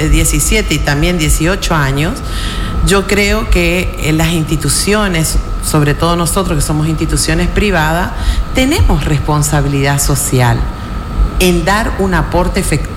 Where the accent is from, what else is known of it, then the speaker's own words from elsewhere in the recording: Chaco, Argentina; Yo que vengo del Impenetrable